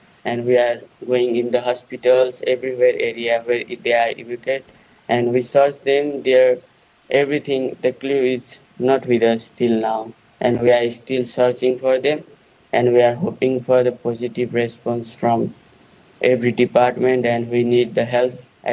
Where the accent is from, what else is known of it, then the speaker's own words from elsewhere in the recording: Nepal; English is a second language; Okay, thank you for having me here. So I'm … from Nepal.